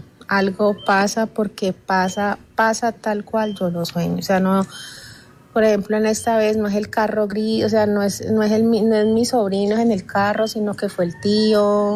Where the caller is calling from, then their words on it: Yumbo, Valle del Cauca, Colombia; yo vivo en Yumbo